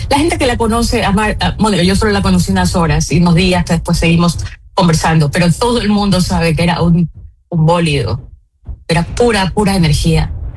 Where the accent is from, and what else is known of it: Ecuador